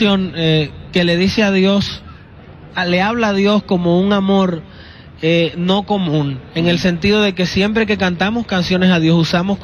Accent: Dominican Republic; also born or lived in Costa Rica; yo soy dominicano.

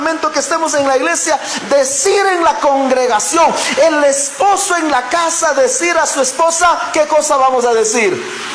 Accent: Chimborazo, Ecuador; Es de mi tierra, de mi comunidad, de Cacha.

